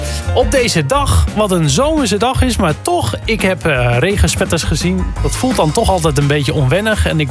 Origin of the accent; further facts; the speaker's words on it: Netherlands; als Nederlanders